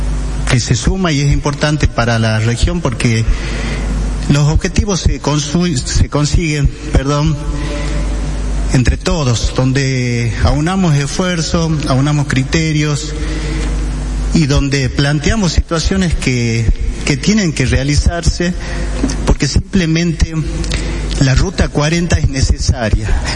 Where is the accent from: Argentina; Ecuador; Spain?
Argentina; Salta; nosotros, que somos del departamento de San Carlos